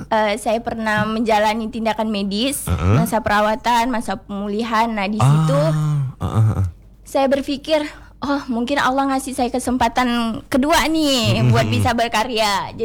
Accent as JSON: {"language": "Indonesian", "area": "Pontianak", "region": "West Kalimantan", "country": "Indonesia", "tie": "born or raised there", "said": "Saya asli besarnya di Punggur Kecil."}